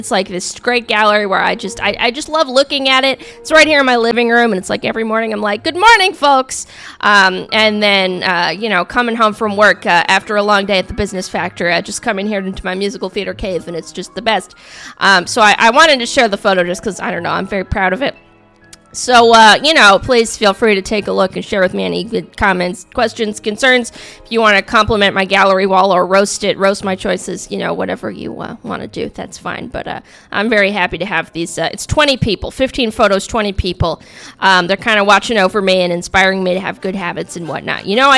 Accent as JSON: {"language": "English", "region": "Appalachia", "country": "United States", "also_born_or_lived": "West Virginia", "said": "I just feel like as an Appalachian American or whatever"}